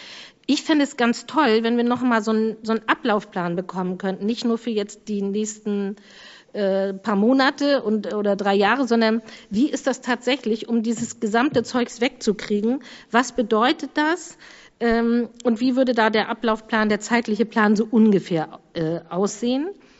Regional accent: Schleswig-Holstein, Germany; Und ich komme auch aus Ostholstein

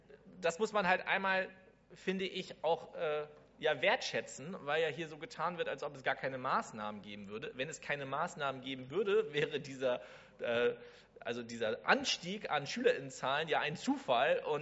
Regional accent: Wewelsfleet, Schleswig-Holstein, Germany; Ich komme aus Wewelsfleet.

